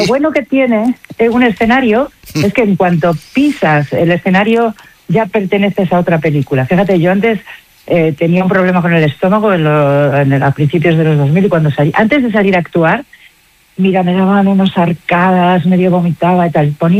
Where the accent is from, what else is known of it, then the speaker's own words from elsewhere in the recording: Madrid, Community of Madrid, Spain; also born or lived in Saldaña, Palencia; de donde soy de verdad, donde yo me he construido, fue en Madrid, que he estado allí 43 años viviendo.